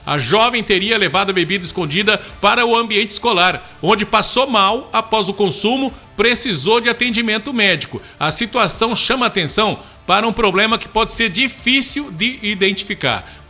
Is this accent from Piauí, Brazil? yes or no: no; Pirassununga, São Paulo, Brazil; now in Três Lagoas, Brazil; Eu sou lá de Pirassununga, lá no estado de São Paulo, lá não tem nada para fazer.